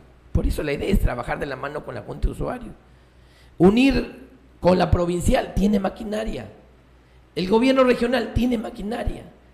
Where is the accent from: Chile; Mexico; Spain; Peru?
Peru; Piura; Allá en mi pueblo, por ejemplo, en San Francisco, el Papayo